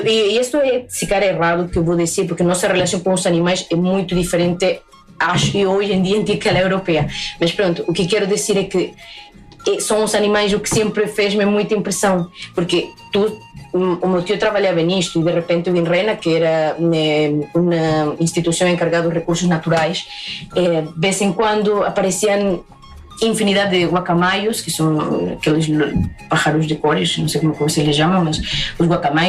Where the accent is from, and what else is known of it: Pucallpa, Ucayali, Peru; Portuguese is a second language